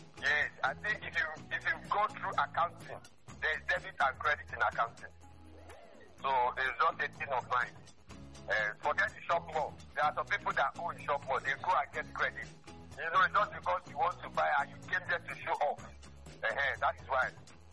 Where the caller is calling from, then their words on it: Owerri, Imo, Nigeria; I'm calling from Owerri.